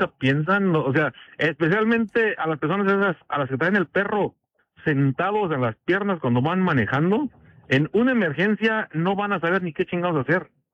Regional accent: Mexico; Aunque me crié con perros en México, lindo y querido, pero eran perros para la cacería, que se mantenían solos, que se estaban afuera, no se pasaban a la casa.

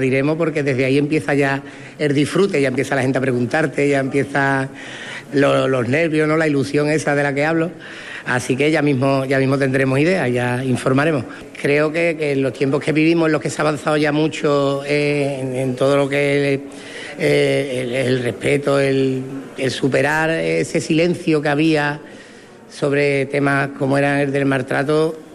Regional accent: Andalusia, Spain; de mi pueblo sí, porque allí nació, de allí somos la mayoría

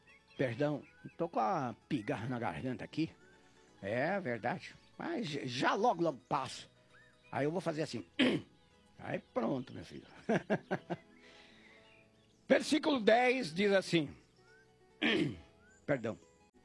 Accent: Barueri, São Paulo, Brazil; sou de Barueri, São Paulo, bom dia, irmãos.

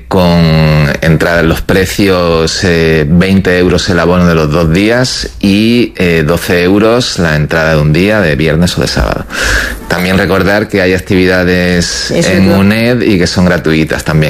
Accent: Melilla, Spain; que refleja un poco lo que somos los melillenses.

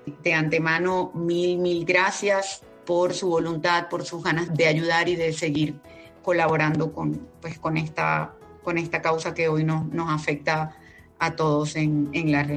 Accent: Venezuela; now in Colombia; sino también como venezolana que vive en Colombia desde hace 12 años

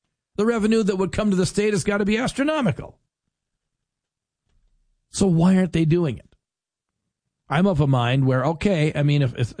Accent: North Dakota, United States; moved away; growing up in North Dakota, and driving, I don't know how many times, hundreds of times, say, between Fargo and Bismarck.

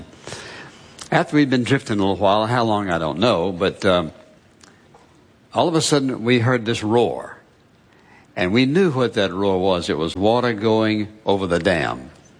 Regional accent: United States; born or raised there

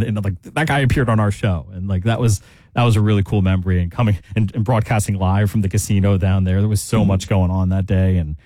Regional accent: Easton, Pennsylvania, United States; also born or lived in State College; I grew up in Easton and, you know, lived in State College. I've only ever lived in Pennsylvania, but I've lived in State College for 3 years in college.

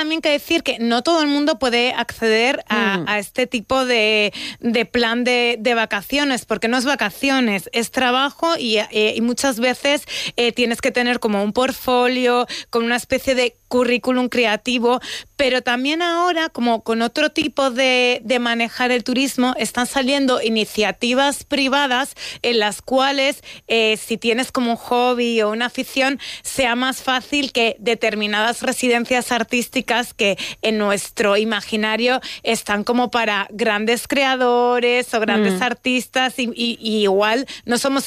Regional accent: Manzanares, Castilla-La Mancha, Spain; Yo soy de pueblo, pero mi pueblo es grande, 18.000 habitantes, claro. Manzanares.

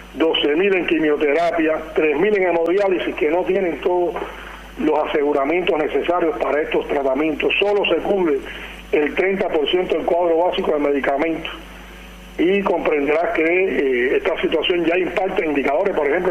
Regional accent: Cuba; de nosotros como pueblo cubano

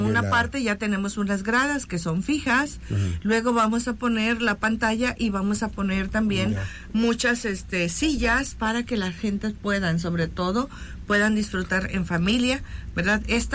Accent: Mexico; como somos los mexicanos, apasionados

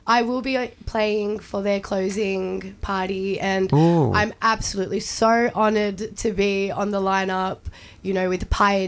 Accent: Cairo, Cairo Governorate, Egypt; Growing up in Cairo, of course, music absolutely everywhere, on the streets, school, everywhere you go.

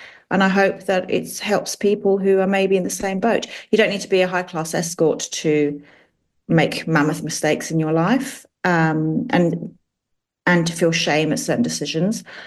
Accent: London, United Kingdom; He didn't live in England when we were growing up in London.

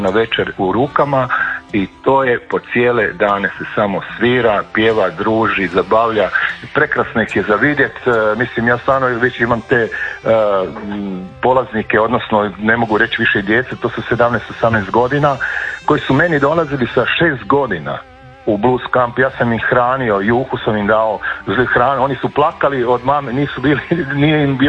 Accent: Jasenovac, Sisak-Moslavina County, Croatia; born there; Ja moram reći da sam rođen u Jasenovcu i pa sam onda vuko stalno na Posav

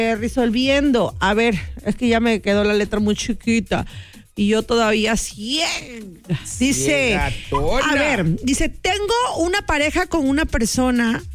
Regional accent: Veracruz, Mexico; Yo vengo de la Mixtequilla.

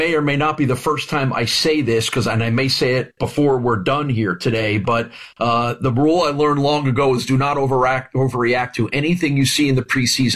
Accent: New Jersey, United States; where I grew up in New Jersey.

